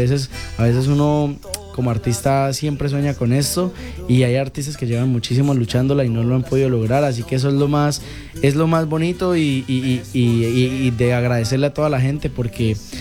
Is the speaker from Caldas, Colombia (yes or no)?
no; Florencia, Caquetá, Colombia; yo soy del Caquetá, imagínate, de Florencia